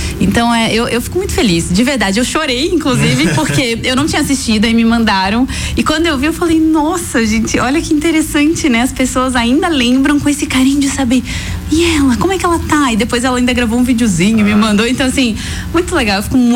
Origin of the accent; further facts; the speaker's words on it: São José do Cerrito, Santa Catarina, Brazil; eu sou de São José do Cerrito